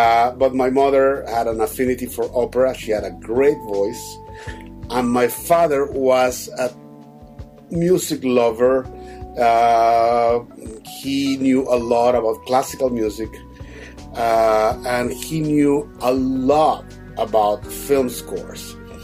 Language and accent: English; Venezuela; I'm from Venezuela